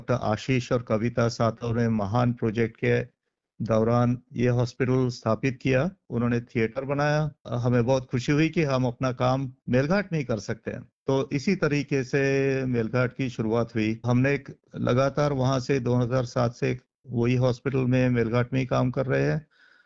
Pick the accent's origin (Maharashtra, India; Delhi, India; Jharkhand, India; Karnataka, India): Maharashtra, India; Ballarpur; moved away as an adult; also born or lived in Nagpur, India; now in Australia; मैं एक छोटे गांव में पला बड़ा हूँ, बल्लारशाह नाम का।